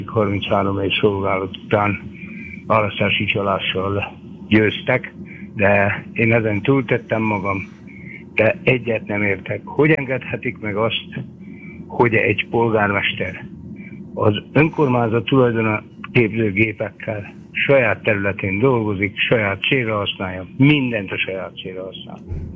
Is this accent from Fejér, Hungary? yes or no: yes; Fejér, Hungary; born there; moved away; elmondom én a település nevét is, Mátyásgomb, 33 évig szolgáltam, ott születtem, 1952-ben első anyakönyvezet vagyok.